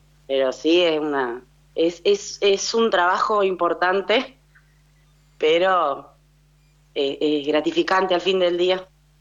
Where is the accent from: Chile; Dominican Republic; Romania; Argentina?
Argentina; San Gustavo, Entre Ríos; No, nosotros somos oriundos de San Gustavo, que es un pueblito muy chiquito.